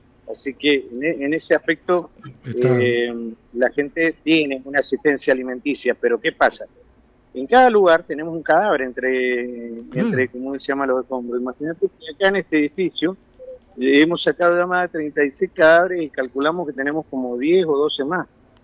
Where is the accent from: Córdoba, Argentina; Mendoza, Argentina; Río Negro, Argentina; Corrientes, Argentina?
Mendoza, Argentina; now in Newark, United States; yo soy mendocino y he estado en Nueva York, viviendo en Newark.